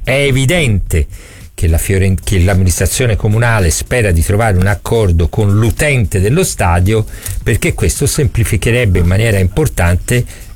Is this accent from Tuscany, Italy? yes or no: yes; Florence, Tuscany, Italy; Ragazzi, io sono fiorentino, ci mancherebbe altro.